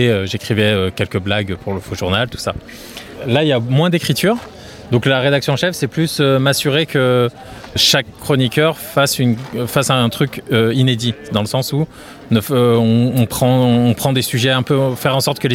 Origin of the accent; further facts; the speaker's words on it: Lyon, Auvergne-Rhône-Alpes, France; Je viens de Lyon.